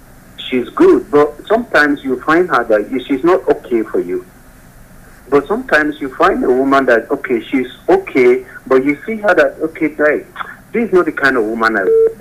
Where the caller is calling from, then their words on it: Saudi Arabia; calling. Saudi.